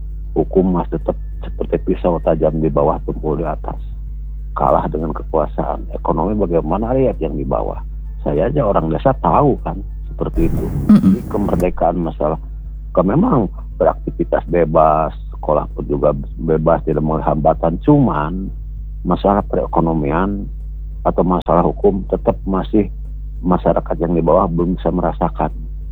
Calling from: West Java, Indonesia; Jauh, saya dari Jawa Barat.

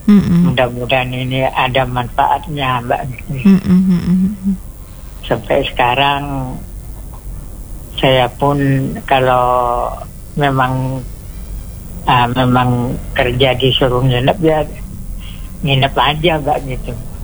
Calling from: Bondowoso, East Java, Indonesia; Ya akhirnya ya kerja di Bondowoso aja gak gitu. Sampai sekarang masih tetap pekerjaan di Bondowoso gitu.

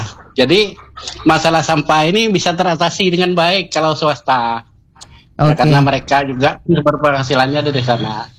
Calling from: Bangka Belitung Islands, Indonesia; seperti di desa saya ya, Desa Bululuk

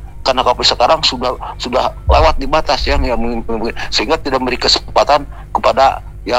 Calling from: Bandung, West Java, Indonesia; Saya dari Jawa Barat nih ya, begini dari Bandung Timur

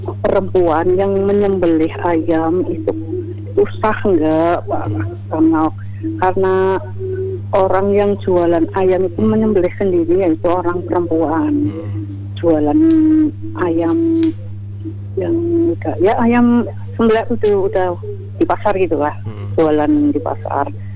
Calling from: Bumiayu, Central Java, Indonesia; Saya dari … dari Bumi Ayu.

